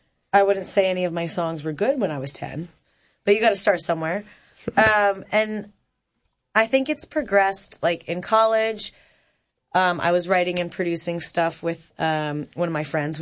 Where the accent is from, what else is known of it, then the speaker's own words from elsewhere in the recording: Rhode Island, United States; I grew up in Rhode Island, and my friend Denise would come over